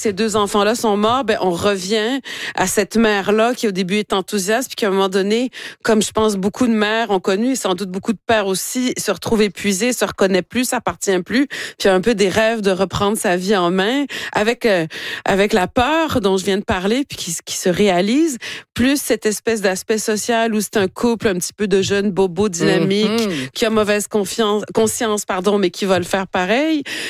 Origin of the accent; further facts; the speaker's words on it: Chicoutimi, Quebec, Canada; mais je suis née au Saguenay, à Chicoutimi, j'ai grandi ici